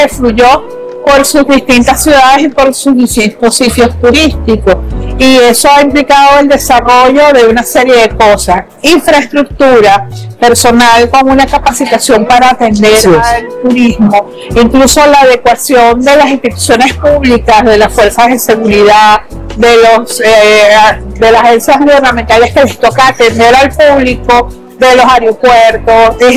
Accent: Yaracuy, Venezuela; somos de la Venezuela profunda, y en mi caso de Yaracuy, que es el mejor estado de Venezuela

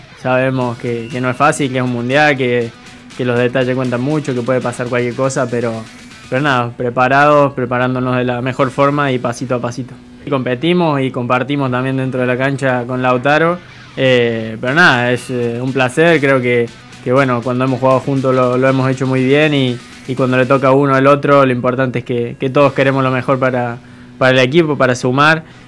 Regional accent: Argentina; Bueno, como argentino

